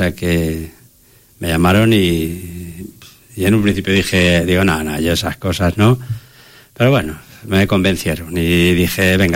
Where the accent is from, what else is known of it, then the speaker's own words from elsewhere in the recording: Medina del Campo, Castile and León, Spain; Yo soy medinense desde que nací, de pura cepa, como digo, y sanantolinero.